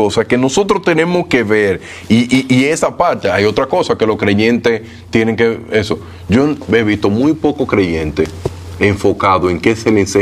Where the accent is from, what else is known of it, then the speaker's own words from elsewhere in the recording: Dominican Republic; en mi país, aquí en República Dominicana